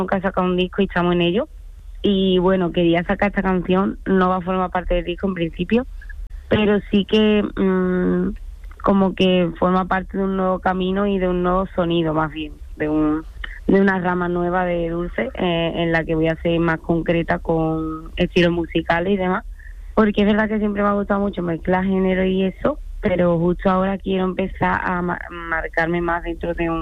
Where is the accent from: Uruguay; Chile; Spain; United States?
Spain; Chipiona, Andalusia; moved away as an adult; now in Madrid, Spain; yo soy de Chipiona